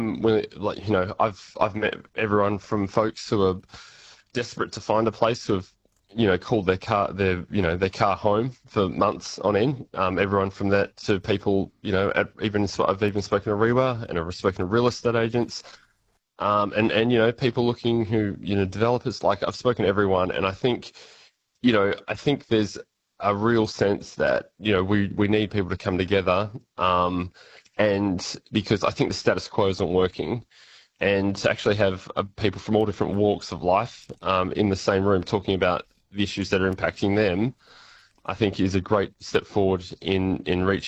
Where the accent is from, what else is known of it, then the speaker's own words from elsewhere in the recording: Albany, Western Australia, Australia; It's good to be home. I'm from Albany